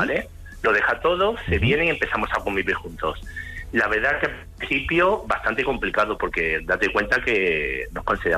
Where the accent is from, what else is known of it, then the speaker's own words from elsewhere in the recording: Andalusia, Spain; yo soy de Andalucía